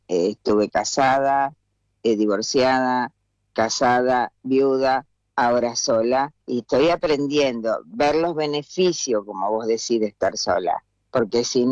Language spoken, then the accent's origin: Spanish; Los Toldos, Buenos Aires Province, Argentina; born there; moved away; mi ciudad es linda por elección, porque yo nací en Los Toldos.